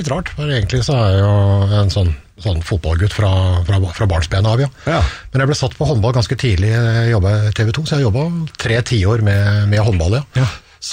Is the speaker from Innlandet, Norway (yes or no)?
yes; Hamar, Innlandet, Norway; jeg er jo fra Hamar